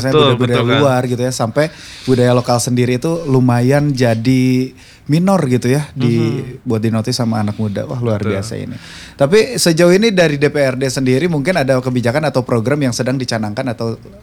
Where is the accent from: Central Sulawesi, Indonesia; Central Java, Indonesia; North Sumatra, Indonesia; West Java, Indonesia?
West Java, Indonesia; Bandung; kalau saya kan orang Bandung